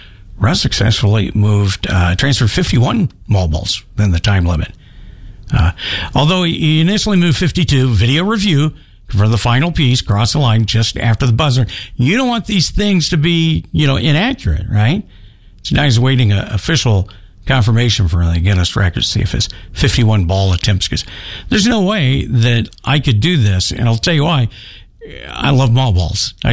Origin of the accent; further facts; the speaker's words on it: Kansas City, Missouri, United States; moved away; I grew up in Kansas City